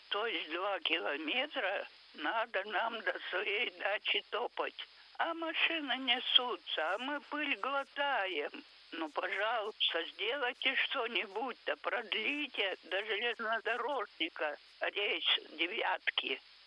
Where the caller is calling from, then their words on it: Vologda, Vologda Oblast, Russia; Я говорю из Вологды.